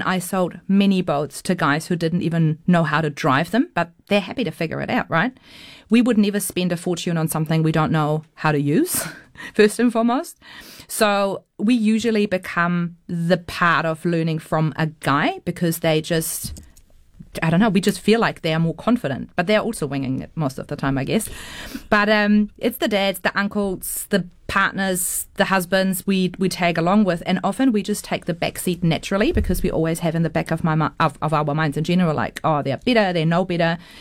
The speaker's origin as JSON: {"language": "English", "country": "Germany", "moved": "as an adult", "lives_now": "New Zealand"}